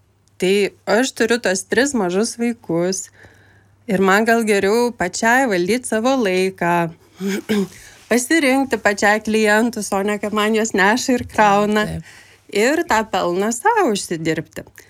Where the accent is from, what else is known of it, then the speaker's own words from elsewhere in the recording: Vilnius, Vilnius County, Lithuania; Tikrai aš užaugau Aklųjų rajone Vilniuje, aš labai myliu žmonės